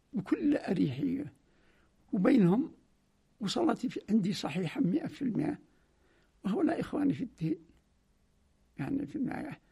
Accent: Yemen; عندنا في اليمن

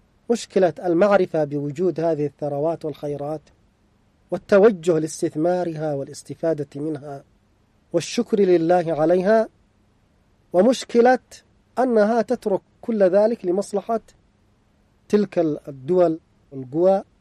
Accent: Yemen; مثل ما هو الحال عندنا في اليمن.

